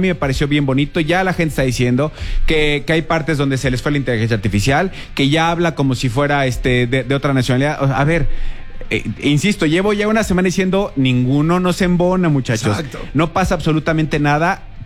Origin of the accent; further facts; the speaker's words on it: Mexico; lo que somos, sí, los mexicanos